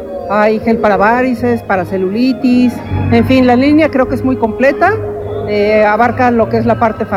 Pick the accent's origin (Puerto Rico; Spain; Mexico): Mexico; El Marqués, Querétaro; venimos del municipio del Marqués